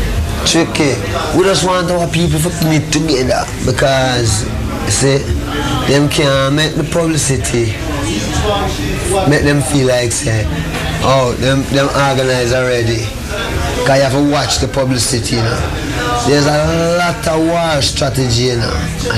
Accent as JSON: {"language": "English", "country": "Jamaica", "tie": "born or raised there", "moved": "as an adult", "lives_now": "Los Angeles, United States", "said": "during my time growing up in Jamaica"}